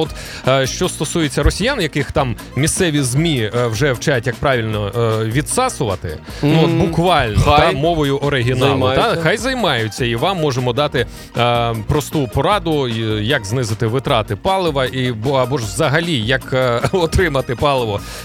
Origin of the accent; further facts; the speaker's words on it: Kherson, Kherson Oblast, Ukraine; Я ж з Херсону, ну а там всі хто моряки.